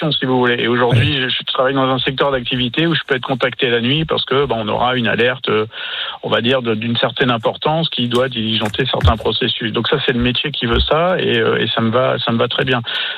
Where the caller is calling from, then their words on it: Hauts-de-France, France; moi je vous équipe de la région lilloise.